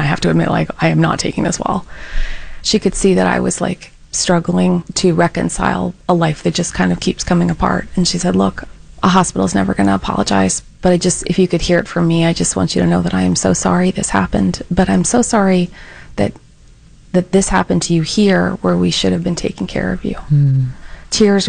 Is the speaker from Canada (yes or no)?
yes; Canada; now in North Carolina, United States